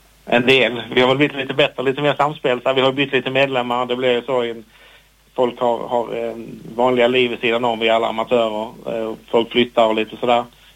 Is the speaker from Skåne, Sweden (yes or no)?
yes; Kristianstad, Skåne, Sweden; Jag kom från Kristianstad från början, den var den ganska stark. Sen kom jag till Lund i mitten på 90-talet